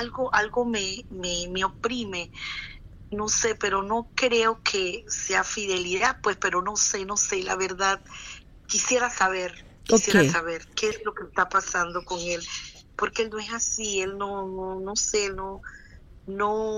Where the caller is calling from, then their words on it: La Chorrera, Panamá Oeste, Panama; Le estoy hablando desde La Chorrera.